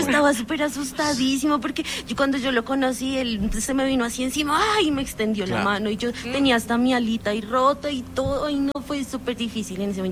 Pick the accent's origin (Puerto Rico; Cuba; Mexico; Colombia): Colombia; nos unimos hace poco como colombianos